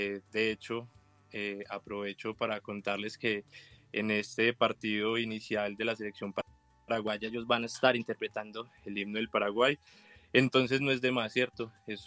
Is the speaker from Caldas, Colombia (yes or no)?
yes; Caldas, Colombia; nos sentimos orgullosos de ser de donde somos, de Caldas, de estas grandes montañas donde hay mucha música y mucha magia.